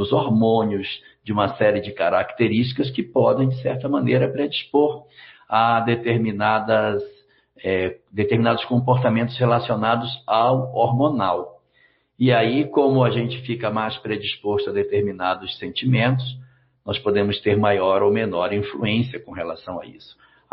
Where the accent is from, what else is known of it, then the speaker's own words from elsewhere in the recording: Cacoal, Rondônia, Brazil; Cacoal, cidade linda, cheia de jardins belíssimos.